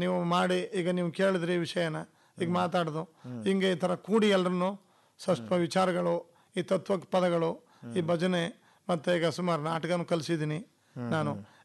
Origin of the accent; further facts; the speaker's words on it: Kamaralli, Karnataka, India; ನಮ್ಮದು ಕಮರಳ್ಳಿ, ಗುಂಡ್ಲುಪೇಟೆ ತಾಲೂಕು, ಬೇಗೂರು ಹೋಬಳಿ.